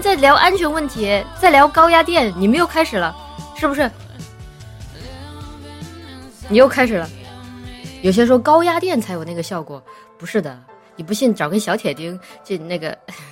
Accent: China

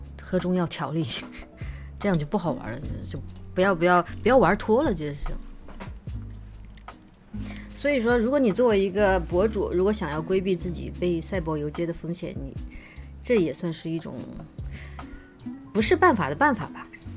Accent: China; 我们中国人

